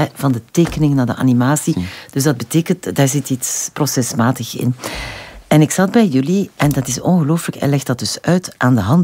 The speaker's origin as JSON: {"language": "Dutch", "region": "West Flanders", "country": "Belgium", "accent": "West Flemish", "said": "soms ben ik een West-Vlaamse"}